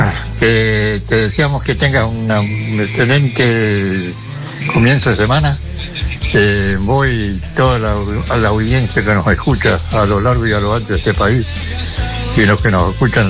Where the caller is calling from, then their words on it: Carmen de Patagones, Buenos Aires Province, Argentina; de Carmen de Patagones.